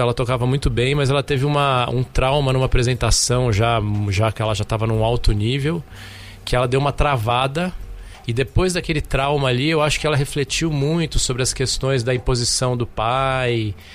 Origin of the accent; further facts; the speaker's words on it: São Paulo, Brazil; now in Cunha, Brazil; Voltando à minha terra, porque eu tô morando há 6 anos em Cunha, então quando eu venho pra Sampa é já até um pouco nostálgico.